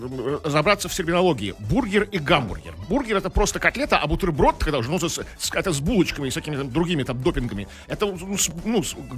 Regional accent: Saint Petersburg, Russia; Я как сам ленинградец

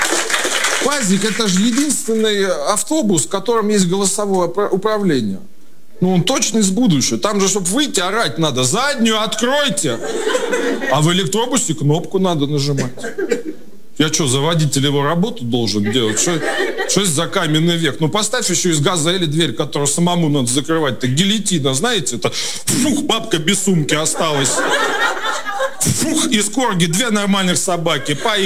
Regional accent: Kursk, Kursk Oblast, Russia; Я из Курска. Часто в него езжу. Курск меняется, мне нравится за этим наблюдать.

